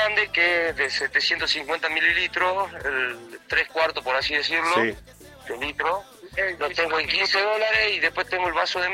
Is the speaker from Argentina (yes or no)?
yes; Salta, Argentina; somos tres salteños más